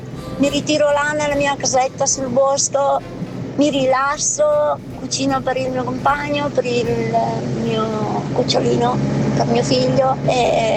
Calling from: Salò, Lombardy, Italy

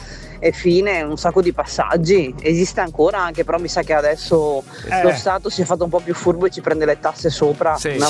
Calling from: Padua, Veneto, Italy; io sono da Padova

